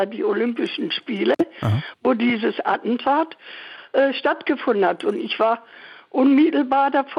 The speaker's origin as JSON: {"language": "German", "town": "Bochum", "region": "North Rhine-Westphalia", "country": "Germany", "tie": "born there", "moved": "yes", "lives_now": "Munich, Germany", "said": "Ich komme aus dem Ruhrgebiet gebürtig. Oh. Aus Bochum und lebe jetzt seit 60 Jahren hier in München."}